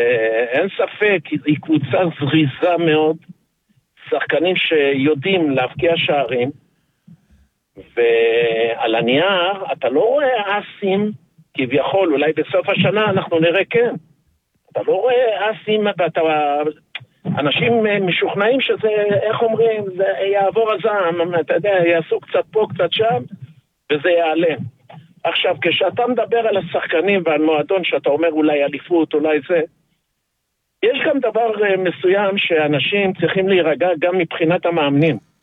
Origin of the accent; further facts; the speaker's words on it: Tel Aviv, Tel Aviv District, Israel; born there; also born or lived in Austria; אני נולדתי באוסטריה על מגרש כדורגל כשאבא שלי שיחק במגרש, וכל החיים הייתי בבאסה, שזה בלומפילד, לפני זה היה באסה